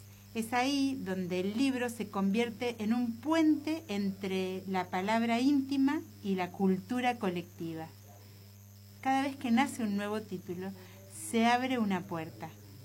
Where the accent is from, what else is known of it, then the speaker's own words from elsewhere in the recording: Patagonia, Argentina; soy cantora de la Patagonia.